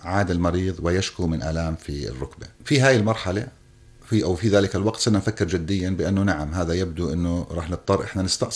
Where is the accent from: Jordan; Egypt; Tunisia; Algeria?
Jordan; عندنا في الأردن